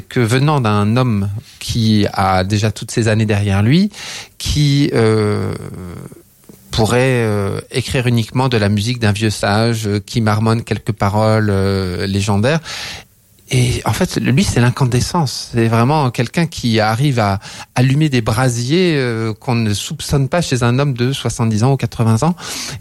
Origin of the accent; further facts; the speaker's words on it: France; en tant que Français